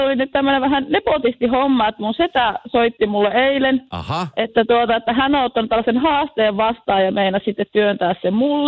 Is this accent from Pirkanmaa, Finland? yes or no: no; Utsjoki, Lapland, Finland; me kummatkin ollaan täältä Utsjoelta kotoisin